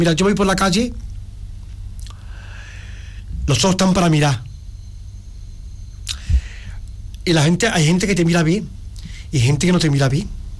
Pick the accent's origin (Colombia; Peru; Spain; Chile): Spain; Arcos de la Frontera, Andalusia; moved away as an adult; also born or lived in Basque Country; me jubilé, a los 13 días estaba aquí en Arco, en mi tierra. Porque yo soy de Arco, siempre me ha... 35 años me he tirado el País Vasco, todos los años venía a Arco.